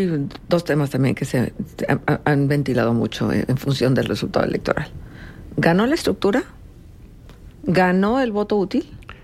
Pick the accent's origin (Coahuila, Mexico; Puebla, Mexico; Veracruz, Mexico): Coahuila, Mexico; una población como la de Coahuila, que tampoco es que sea tan densamente poblado nuestro estado.